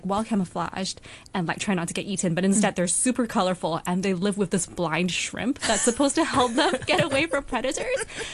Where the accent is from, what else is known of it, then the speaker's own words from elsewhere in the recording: Hong Kong; I grew up in Hong Kong and I went to school here, but they never really tell you or teach you about the fish that we have here.